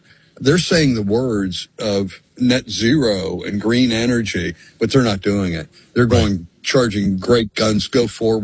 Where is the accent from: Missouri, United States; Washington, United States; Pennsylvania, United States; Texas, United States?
Pennsylvania, United States; I'm from my home state of Pennsylvania, just huge benefits financially from these people that own properties.